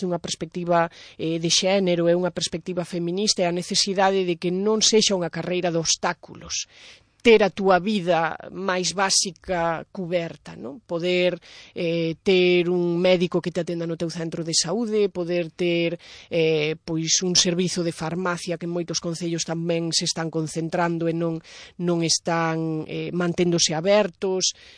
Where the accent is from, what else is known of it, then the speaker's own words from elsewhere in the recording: Ribeira de Piquín, Galicia, Spain; eu son da Ribeira de Piquín, vamos, que ademais eu vivín hasta os 18 anos nun concello de media montaña.